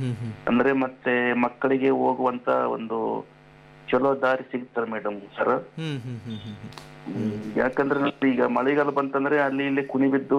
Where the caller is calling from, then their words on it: Karnataka, India; ಜೋಕೂರ್ ಗ್ರಾಮದಿಂದ